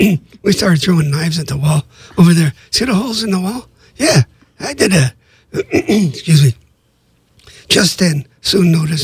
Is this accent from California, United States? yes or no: yes; Los Angeles, California, United States; I grew up in East L.A., which really wasn't. It was a Latino community.